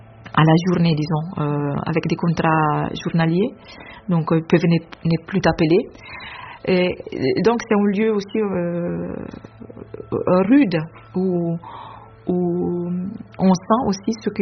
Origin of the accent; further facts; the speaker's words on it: Italy; French is a second language; moved away as an adult; also born or lived in Haiti; now in Paris, France; Et je suis italienne et j'ai quitté l'Italie pour entrer dans la vie religieuse en 2008.